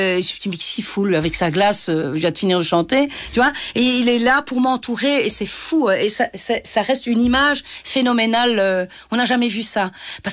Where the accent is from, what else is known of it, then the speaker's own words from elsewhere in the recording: Liège, Wallonia, Belgium; qu'on vient de Liège, on est dans une petite ville, mes parents sont avec nous